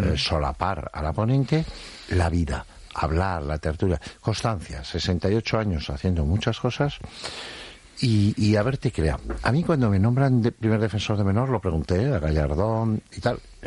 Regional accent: Madrid, Community of Madrid, Spain; born or raised there; also born or lived in Estella

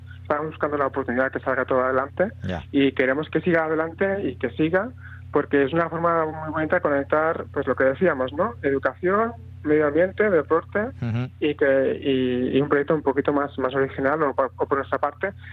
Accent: Ebro Delta, Tarragona, Catalonia, Spain; soy del Delta del Ebro, de Tarragona, es una zona preciosa

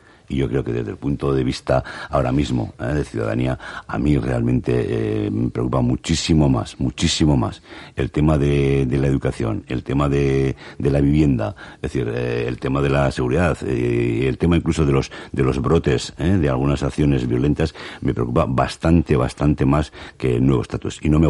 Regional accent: Basque Country, Spain; A mí, como ciudadano vasco

